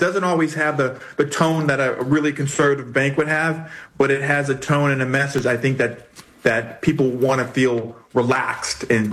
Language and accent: English; New Orleans, Louisiana, United States; I'm from New Orleans. I went to LSU, yes.